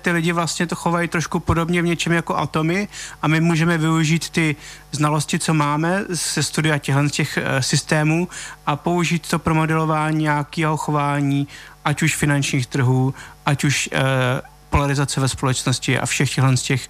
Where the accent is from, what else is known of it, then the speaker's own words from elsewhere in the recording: Jihlava, Vysočina Region, Czechia; moved away as an adult; also born or lived in Prague; now in Vienna, Austria; Já jsem z Jihlavy, studoval jsem pak v Praze a potom jsem byl rok v Číně na univerzitě na postdoku